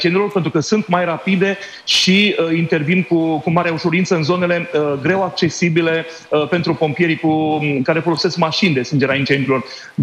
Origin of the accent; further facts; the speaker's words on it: Canary Islands, Spain; de aici, din Canare, de unde sunt eu. Guvernul insular canarian a trimis cele câteva elicoptere și avioane pentru stingerea incendiului.